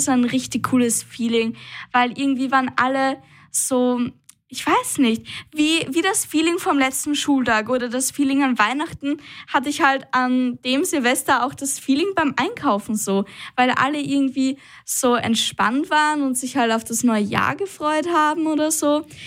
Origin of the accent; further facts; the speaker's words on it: Burgenland, Austria; aber bei uns zu Hause im Burgenland, da treffen wir uns immer mit Familie, machen halt so eine Ostereiersuche.